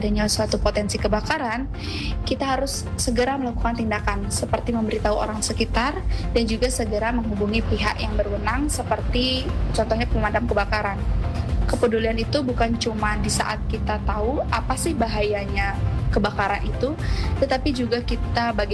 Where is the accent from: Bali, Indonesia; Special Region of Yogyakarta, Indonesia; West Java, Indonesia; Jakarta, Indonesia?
Bali, Indonesia; Denpasar; asal saya dari Denpasar.